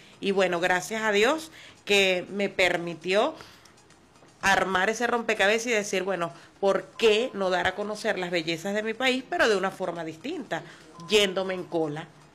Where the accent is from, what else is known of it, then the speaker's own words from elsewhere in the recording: Clarines, Anzoátegui, Venezuela; moved away; desde los 14 años aproximadamente he venido trabajando en radios comunitarias de allá de la localidad de Clarines. Nosotros somos de Clarines.